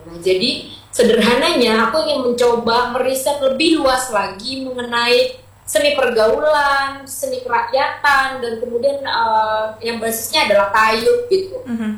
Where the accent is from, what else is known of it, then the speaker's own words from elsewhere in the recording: East Java, Indonesia; tidak hanya dari sudut pandang aku sebagai orang Madura gitu. Orang-orang yang di luar Madura bahkan lebih tertarik mungkin dengan budaya kita gitu.